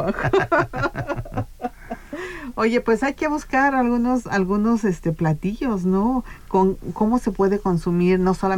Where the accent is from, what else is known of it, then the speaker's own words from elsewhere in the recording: Mexico; somos mexicanos toda la vida, mi querido Juan.